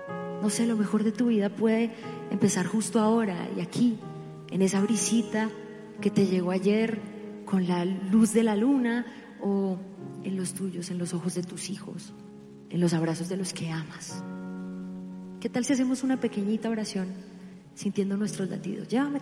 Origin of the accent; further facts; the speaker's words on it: Colombia; aquí hay una colombiana que los quiere muchísimo.